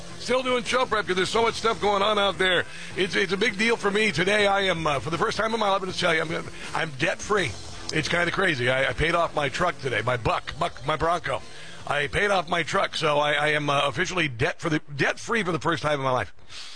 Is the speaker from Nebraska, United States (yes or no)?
yes; Omaha, Nebraska, United States; now in Washington, D.C., United States; Omaha, Nebraska, by the way. That's my hometown originally